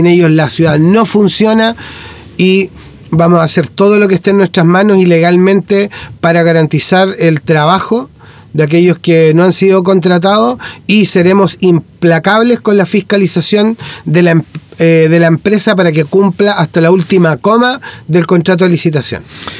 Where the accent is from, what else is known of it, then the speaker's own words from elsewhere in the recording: Valdivia, Los Ríos, Chile; born there; soy concejal de Valdivia, mucho orgullo de la ciudad que amo y que nací.